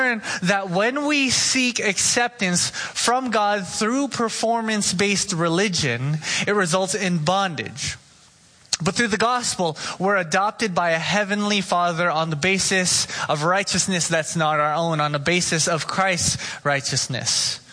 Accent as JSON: {"language": "English", "town": "Oxnard", "region": "California", "country": "United States", "tie": "born or raised there", "said": "I grew up in Oxnard. I drove a Toyota Matrix and gas was too expensive."}